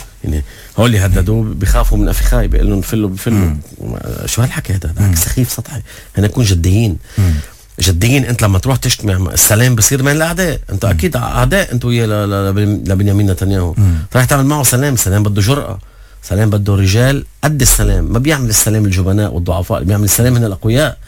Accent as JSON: {"language": "Arabic", "country": "Lebanon", "said": "هذا لأنه سياديا أنا كلبناني سيادي أرفض أنه رئيس جمهوريتي يروح يعمل أي تنازل مع حدا محتلني"}